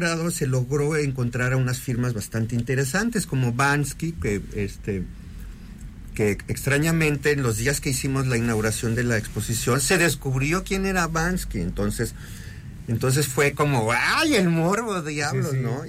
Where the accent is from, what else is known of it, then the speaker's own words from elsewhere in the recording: Mexico City, Mexico; cuando era chico en Coyoacán, había una frase enfrente de mi casa